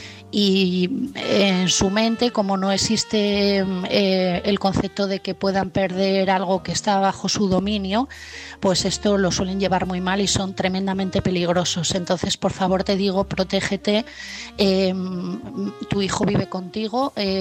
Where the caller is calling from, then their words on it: Asturias, Spain; de Asturias